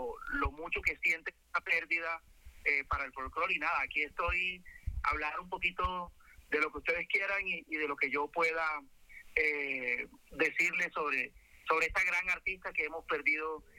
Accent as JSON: {"language": "Spanish", "town": "Cereté", "region": "Córdoba", "country": "Colombia", "tie": "born or raised there", "moved": "yes", "lives_now": "Bogotá, Colombia", "said": "cuando yo salgo de Córdoba, de mi terruño, de Cereté, y vengo a Bogotá"}